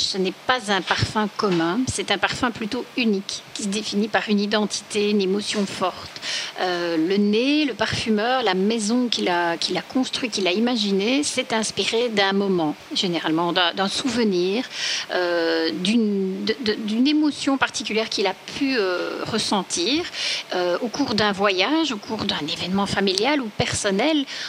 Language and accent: French; Liège, Wallonia, Belgium; moi aussi je suis liégeoise